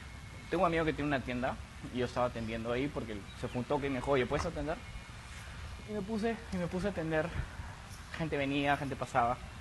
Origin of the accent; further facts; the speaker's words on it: Peru; Y yo le dije, no soy peruano.